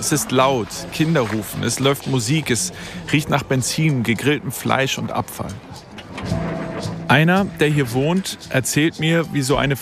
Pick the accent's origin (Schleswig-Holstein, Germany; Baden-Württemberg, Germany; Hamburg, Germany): Hamburg, Germany; Zwischen Rio und meiner Heimatstadt Hamburg liegen rund 10.000 Kilometer, 14 Flugstunden ungefähr.